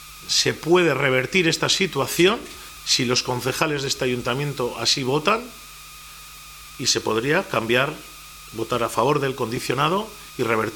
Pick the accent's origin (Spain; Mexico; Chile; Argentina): Spain; Laredo, Cantabria; Todos somos de Laredo.